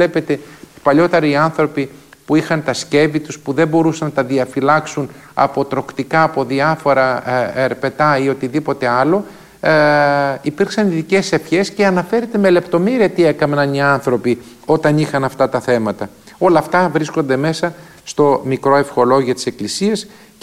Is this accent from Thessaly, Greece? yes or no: no; Eastern Macedonia and Thrace, Greece; και ιδιαίτερα επάνω ενθυμούμε και στην πατρίδα μου τη Θράκη και στον Εύρο, και στο Σουφλί που είχαν όλα αυτά τα μεταξωτά